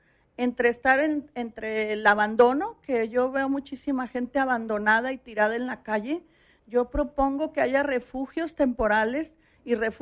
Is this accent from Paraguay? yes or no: no; Mexico; Todos somos mexicanos